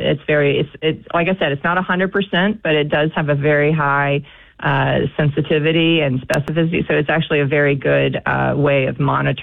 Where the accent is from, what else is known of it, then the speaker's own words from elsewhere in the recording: Chattanooga, Tennessee, United States; I'm very glad to be back in my hometown community, and it's been wonderful being back in Chattanooga.